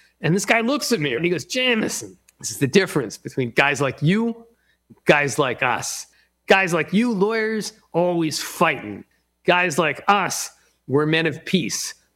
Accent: United States; I'm an American.

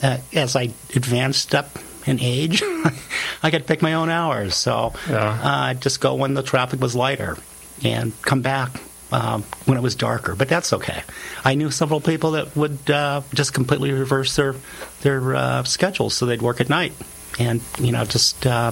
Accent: Las Cruces, New Mexico, United States; Growing up in Las Cruces, I realize now that I had a different childhood. So I grew up around the university.

